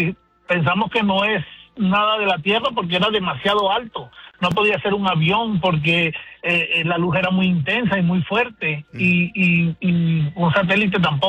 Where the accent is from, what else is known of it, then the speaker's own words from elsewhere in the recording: Venezuela; Mira, una vez en mi país, yo soy de Venezuela